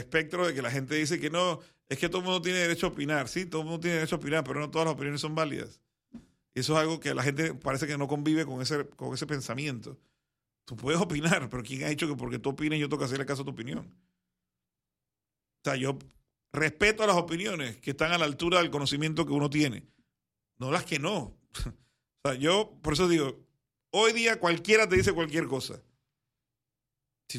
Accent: Panama; Nosotros somos panameños igual que ustedes.

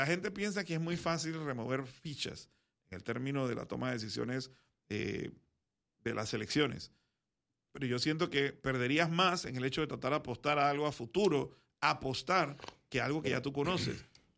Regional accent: Panama; porque como panameños logramos algo que era inalcanzable o impensable.

